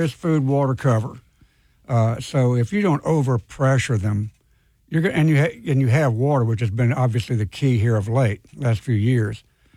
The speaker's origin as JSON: {"language": "English", "region": "Georgia", "country": "United States", "tie": "born or raised there"}